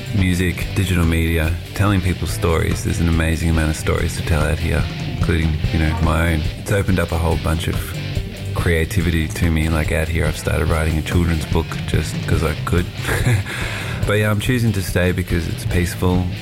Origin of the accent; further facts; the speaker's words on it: Ocean Grove, Victoria, Australia; moved away as an adult; also born or lived in Childers, Queensland; now in Tennant Creek, Australia; I was born in Childers Towers in Queensland, but I spent most of my childhood and my life living in Victoria, in a place called Ocean Grove, just about 20 minutes out of Geelong. I came out to Tennant Creek